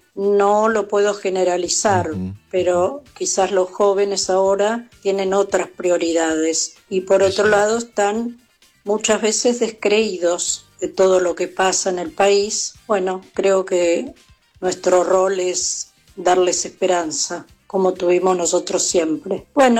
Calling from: San Fernando, Buenos Aires Province, Argentina; de San Fernando.

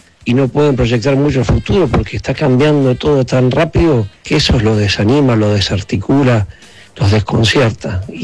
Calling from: Buenos Aires, Argentina; soy … de Almagro

